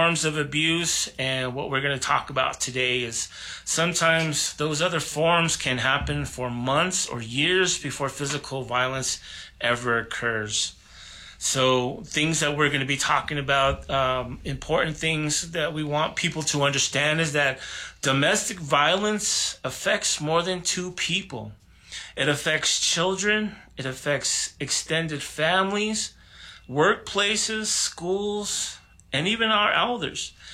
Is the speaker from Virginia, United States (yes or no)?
no; Navajo Nation, New Mexico, United States; As you can tell, I'm not originally from Zuni. I'm from the Navajo Nation, just over there, over the hill from Vandewaga, New Mexico.